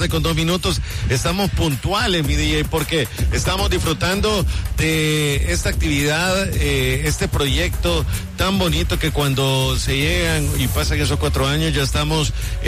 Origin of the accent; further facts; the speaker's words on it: El Salvador; Todo dejando a última hora, como buen salvadoreño